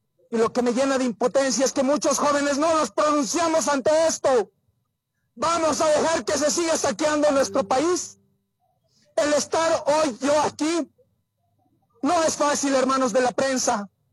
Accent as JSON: {"language": "Spanish", "country": "Bolivia", "said": "Mientras el gobierno maldito cada día nos arroja las migajas y nos peleamos por esas migajas entre bolivianos."}